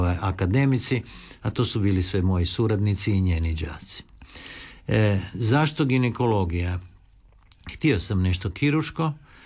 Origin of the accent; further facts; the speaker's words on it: Varaždin, Varaždin County, Croatia; born there; Rođen u Varaždinu, a zapravo i po majci i po ocu iz Like.